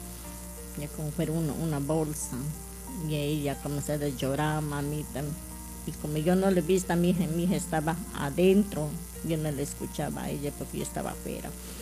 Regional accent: Pucaurquillo, Loreto, Peru; Yo vengo de la comunidad de Pucaurquillo, Río Ampiaco, comunidad nativa.

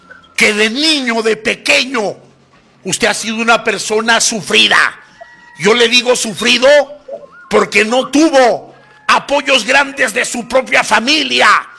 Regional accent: Veracruz, Mexico; now in Tacna, Peru; pertenecemos a Veracruz, que es capital del curanderismo mexicano.

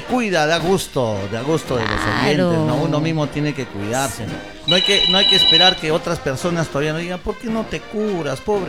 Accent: Peru; Como buenos peruanos, estamos cuidando nuestra salud.

